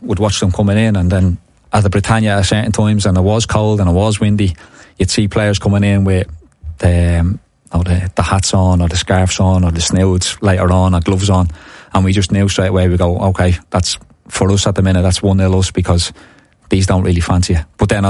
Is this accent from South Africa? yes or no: no; Ireland; as Irish coaches